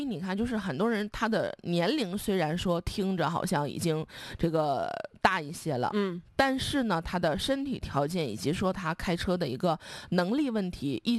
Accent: China; 我们中国人一生最怕的好像就是考试了

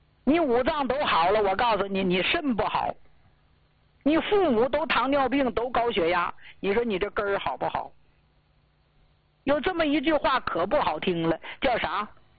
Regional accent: Jilin, China; 我是啊土生土长的咱们吉林老家出来的孩子，农村人

